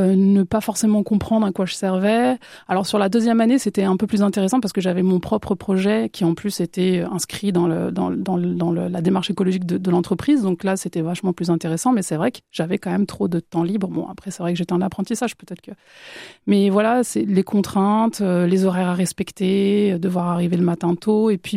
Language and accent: French; Barcelona, Catalonia, Spain; also born or lived in Orléans; alors il faut savoir que moi j'ai grandi à Barcelone, donc le décalage Barcelone-Orléans, il a été un petit peu dur pour moi.